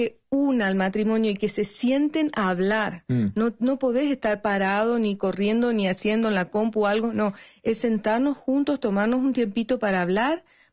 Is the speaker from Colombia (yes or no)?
no; Argentina; yo soy argentina, él es paraguayo